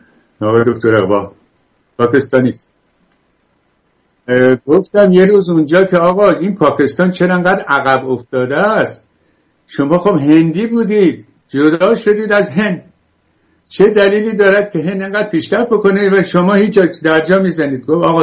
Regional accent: Iran; بله گفتم لوری، چون من خودم بختیاری هستم که به کسی بر نخوره.

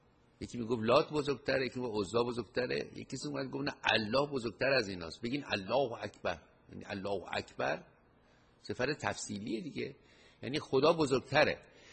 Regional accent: Iran; کفار، کفار مجوس، ما ایرانی هستیم.

